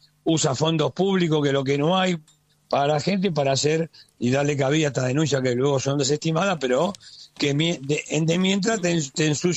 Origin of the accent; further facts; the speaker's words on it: Buenos Aires Province, Argentina; porque yo soy bonaerense, la provincia de Buenos Aires la mandó a la B.